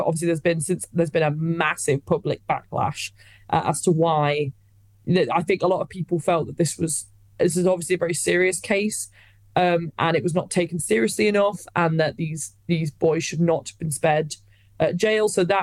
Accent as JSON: {"language": "English", "country": "United Kingdom"}